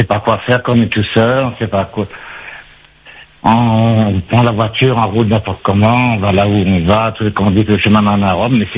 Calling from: Le Tampon, Réunion; de type métro, j'ai 67 ans, je suis à la retraite et j'habite sur le Tampon.

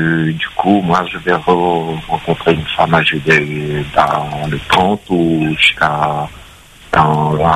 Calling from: Saint-Denis, Réunion; je suis de Saint-Denis, là.

